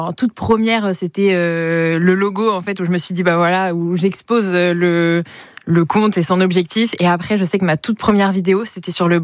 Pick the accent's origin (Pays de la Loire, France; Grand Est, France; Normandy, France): Pays de la Loire, France; Laval; Oui, toute ma vie à Laval. Je suis partie sur mes dernières années d'études à Paris, mais sinon je revenais très souvent, même quasiment tous les week-ends à Laval.